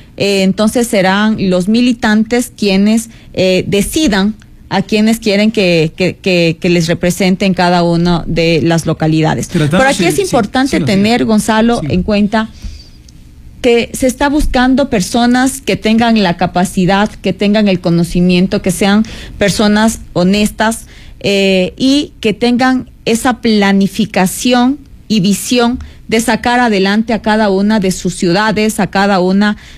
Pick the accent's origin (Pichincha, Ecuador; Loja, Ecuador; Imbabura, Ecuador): Pichincha, Ecuador; Quito; Yo como quiteña